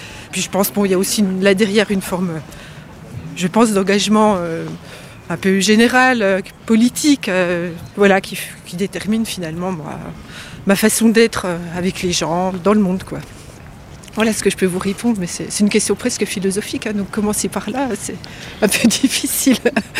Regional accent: Villers-le-Lac, Bourgogne-Franche-Comté, France

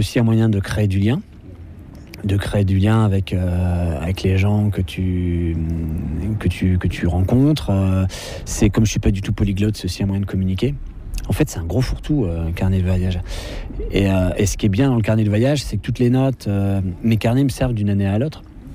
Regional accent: Hauts-de-France, France; moved away; natif du Nord, d'avoir passé mon enfance dans l'Artois, sur l'ancienne ligne de front de 14-18, donc quelque chose qui est complètement dévasté, monoculture, il n'y a pas d'arbres, il n'y a pas de cours d'eau, pas pollué, il n'y a pas de vie

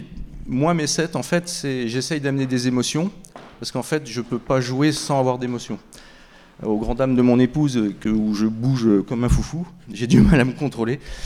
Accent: Bourgogne-Franche-Comté, France; moved away as an adult; now in Laval, France; Mon épouse, mes enfants, on est arrivés sur Laval, parce qu'on est originaire de la Bourgogne.

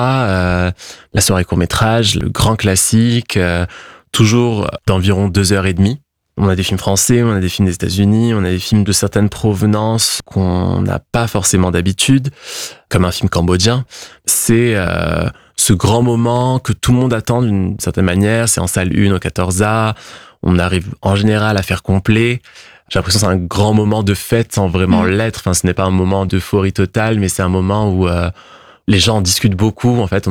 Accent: Morocco; Je viens de ce même milieu-là, j'ai grandi au Maroc

